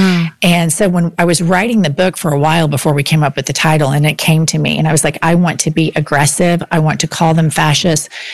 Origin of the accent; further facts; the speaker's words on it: Oklahoma City, Oklahoma, United States; I was raised in Oklahoma City, and I have very progressive parents that are atheists. And that was kind of a unicorn existence in the Bible Belt.